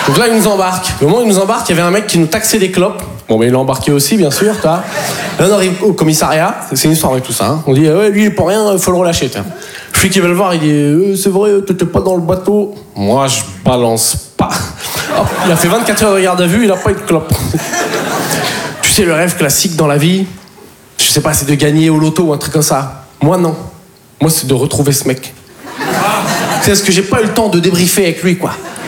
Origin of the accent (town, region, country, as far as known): Poitiers, Nouvelle-Aquitaine, France